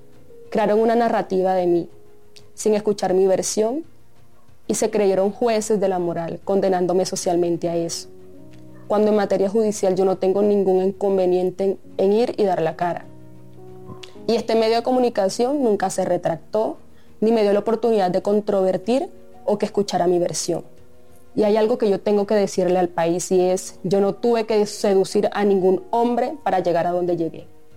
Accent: Codazzi, Cesar, Colombia; Yo soy una pelada de 24 años. Nací en Codazzi, en el Cesar, y hasta fui reina del carnaval de mi pueblo, pa' que vean.

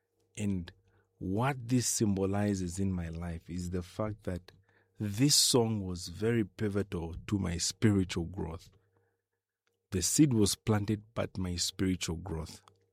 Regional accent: Zambia; I grew up in Kaloloshi and how I grew up in a Christian home. And I shared with you about my time at Impelembe Secondary School.

